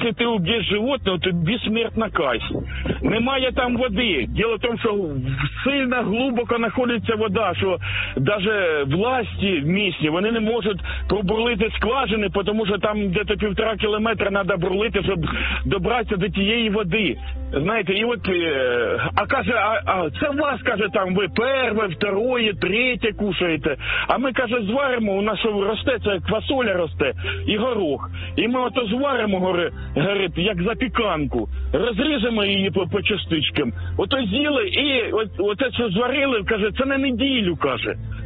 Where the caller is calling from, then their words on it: Kharkiv, Kharkiv Oblast, Ukraine; я із Харкова вас безпокою.